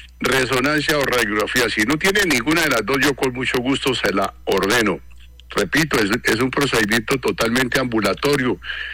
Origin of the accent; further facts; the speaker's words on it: Villavicencio, Meta, Colombia; Yo vengo hace aquí 15 años. Además, soy hijo de Villavicencio